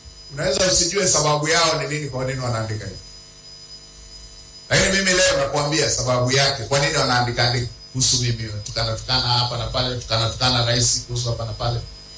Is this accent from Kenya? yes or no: no; Tanzania; kama Mtanzania